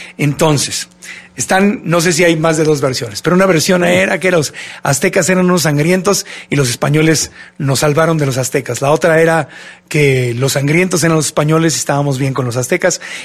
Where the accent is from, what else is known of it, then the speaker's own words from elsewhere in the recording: Mexico; los mexicanos pues no somos ni españoles ni indígenas. Algunos serán 100% indígenas o 100% españoles, pero la inmensa mayoría somos una mezcla, somos mestizos, somos una mezcla de los dos.